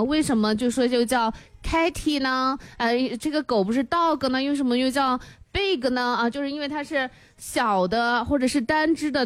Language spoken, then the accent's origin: Chinese; China; 我们中国人